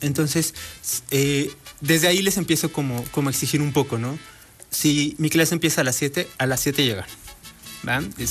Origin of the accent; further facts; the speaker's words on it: Puebla, Mexico; Yo vengo de la Sierra Poblana Mixteca, o sea, muy cerca de Oaxaca.